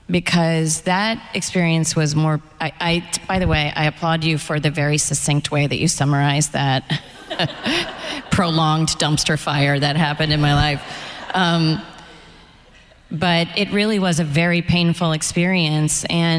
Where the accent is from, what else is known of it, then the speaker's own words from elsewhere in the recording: Gaithersburg, Maryland, United States; also born or lived in Spain / Ireland; now in New York, United States; And I was born in Spain, and we moved to all these different places before I was, you know, 6 or 7 years old. Then I grew up mostly in Gaithersburg, Maryland. Then I moved to Ireland for 2 years. Then I moved to New York.